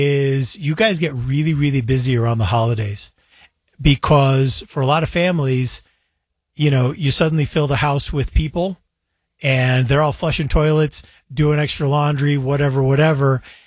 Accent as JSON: {"language": "English", "town": "Salt Lake City", "region": "Utah", "country": "United States", "tie": "born or raised there", "said": "maybe this is just me defending my hometown, but when I saw this safehome.org promoting Salt Lake as one of the five most dangerous places to trick or treat"}